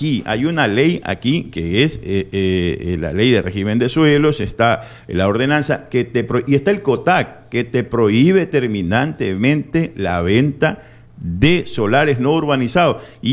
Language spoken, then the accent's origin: Spanish; Machala, El Oro, Ecuador; Max, tú y yo somos machaleños, y todos los que somos de aquí de Machala y los que vivimos aquí, viven en la ciudad de Machala